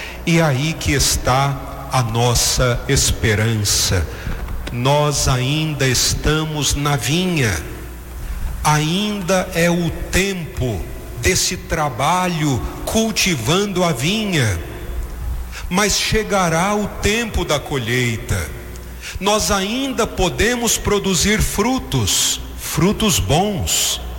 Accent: Brazil; a todos nós brasileiros

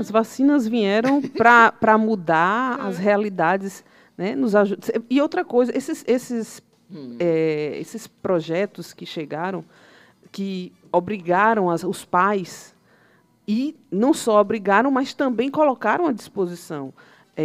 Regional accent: Juazeiro, Bahia, Brazil; moved away; eu sou de Juazeiro, entendeu? Juazeiro é sertão.

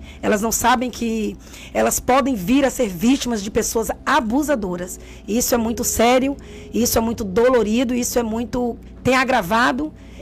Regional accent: Feira de Santana, Bahia, Brazil; born there; also born or lived in Salvador; Nós que somos baianos, soteropolitanos, eu nasci em Feira de Santana, e a minha família toda ali de Salvador, Feira de Santana, Juazeiro.

